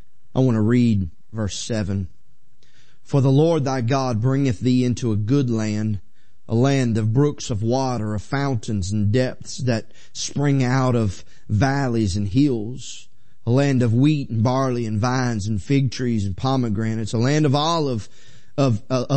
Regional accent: United States; we are American.

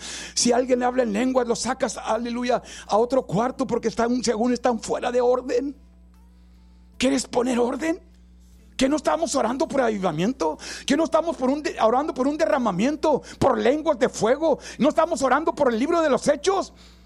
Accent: Los Ramones, Nuevo León, Mexico; now in McAllen, United States; he orado por mi, aleluya, por mi gente, por mi pueblo, o por Nuevo León, que soy de Garza González, Los Ramones.

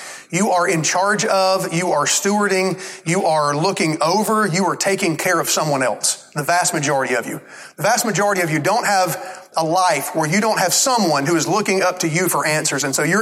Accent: Alabama, United States; I know I grew up in Alabama.

